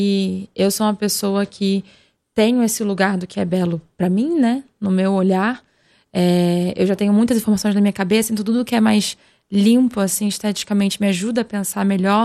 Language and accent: Portuguese; Niterói, Rio de Janeiro, Brazil; also born or lived in Belém; now in São Paulo, Brazil; Eu nasci em Belém do Pará, eu fui criada em Niterói e eu moro em São Paulo. Então, eu tenho alguns pedacinhos de Brasis dentro de mim.